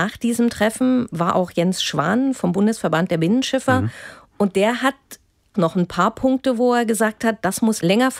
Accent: Düsseldorf, North Rhine-Westphalia, Germany; Als Düsseldorferin würde ich sagen, irgendwo bei Köln, da ist Platz.

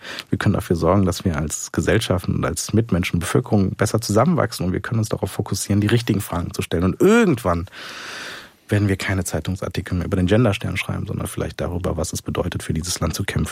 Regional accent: West Germany, Germany; als Westdeutsche, die sehr lange in Frieden, Freiheit und Wohlstand gelebt haben.

